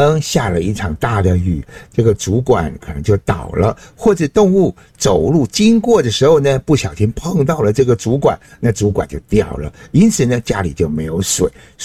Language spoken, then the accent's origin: Chinese; Taiwan; 就好像小时候在我老家巴卡山部落里，所有的族人们呢都使用过用竹子做成水管